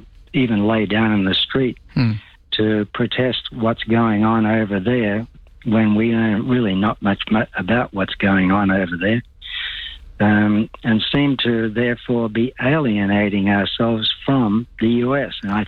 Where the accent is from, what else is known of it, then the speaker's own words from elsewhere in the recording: Ireland; now in Australia; I grew up in the Second World War, And Ireland.